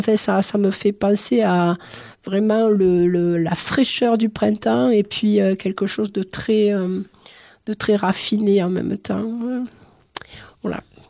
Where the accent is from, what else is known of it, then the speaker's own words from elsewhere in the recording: Nîmes, Occitanie, France; je suis originaire de Nîmes, voilà, dans le Gard.